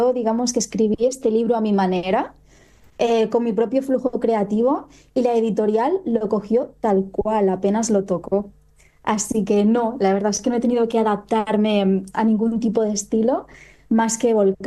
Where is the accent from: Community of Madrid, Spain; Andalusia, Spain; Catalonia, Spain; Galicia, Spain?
Catalonia, Spain; Barcelona; born there; moved away as an adult; now in Fuerteventura, Spain; yo nací en Barcelona, y hace 5 años me mudé a Fuerteventura. Ahora estoy residiendo en Fuerteventura